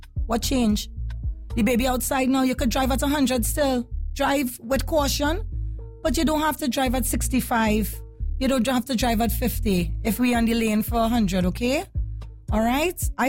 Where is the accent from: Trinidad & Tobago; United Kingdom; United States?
Trinidad & Tobago; Santa Cruz; I come from Santa Cruz, you know.